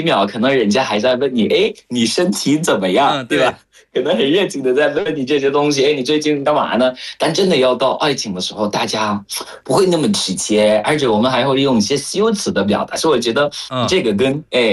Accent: Cameroon; Chinese is a second language; moved away; 我作为喀麦隆人

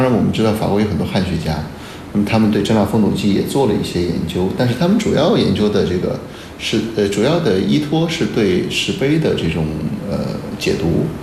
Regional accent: China; 我们中国人当时是怎么样把他们的文化给揭露下

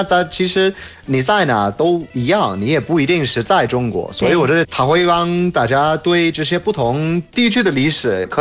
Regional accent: United Kingdom; Chinese is a second language; Thanks everyone … from the UK. 谢谢大家，

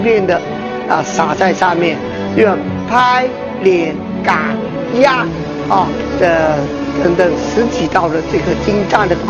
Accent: Fuzhou, Fujian, China; 北方人和年过节包饺子，我们福州人就是包肉宴，一家人也围坐在一起。

